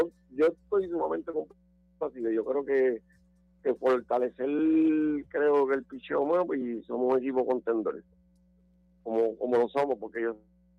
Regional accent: Juncos, Puerto Rico; aunque soy del pueblo de Junco.

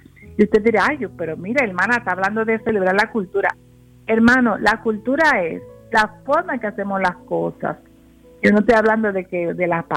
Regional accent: Dominican Republic; now in Santa Cruz, United States; yo como dominicana, mi amor, arroz todos los días a las 12

